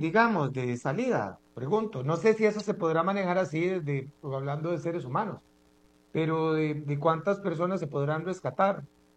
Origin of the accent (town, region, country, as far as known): San José, Costa Rica